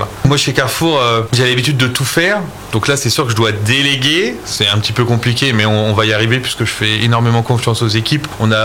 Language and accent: French; Reims, Grand Est, France; Je suis natif de Reims.